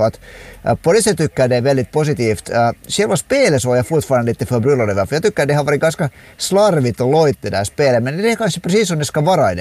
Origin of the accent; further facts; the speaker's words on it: Finland; som finländsk ishockeyvän av lite äldre årgång